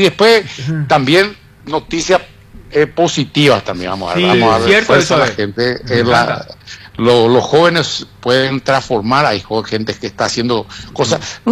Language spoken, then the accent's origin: Spanish; Paraguay; como ciudadano paraguayo? Como abuelo y como padre.